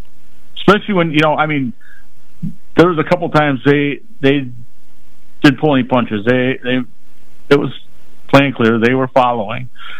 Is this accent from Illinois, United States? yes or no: yes; Rockford, Illinois, United States